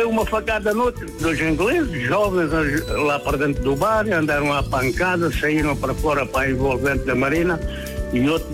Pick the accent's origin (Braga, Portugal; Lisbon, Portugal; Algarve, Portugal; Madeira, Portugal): Algarve, Portugal; Faro; also born or lived in Saboia; Eu não sou de Lolé, eu sou alentejano.